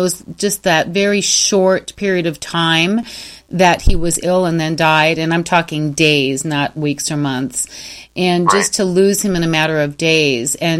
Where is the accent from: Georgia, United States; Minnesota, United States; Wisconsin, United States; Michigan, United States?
Michigan, United States; now in Arizona, United States; but I've been in Arizona for many, many years, but Michigan is still my home state.